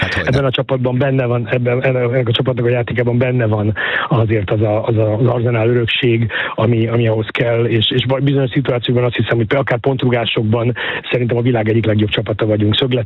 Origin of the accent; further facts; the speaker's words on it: Budapest, Hungary; born there; én Kőbányán születtem, nekem … az úgy furcsa hangzik az én számból